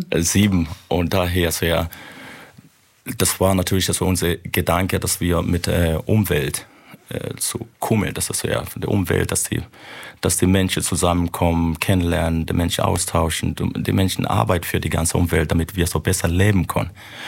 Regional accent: Chemnitz, Saxony, Germany; Wir kommen aus Chemnitz, Karl-Marx-Stadt.

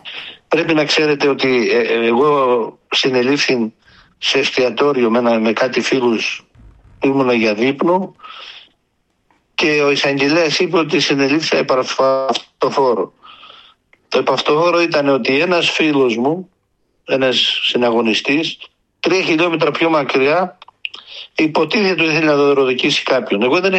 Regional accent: Himara, Vlorë County, Albania; τους συμπατριώτες μου, τους Σημαριώτες

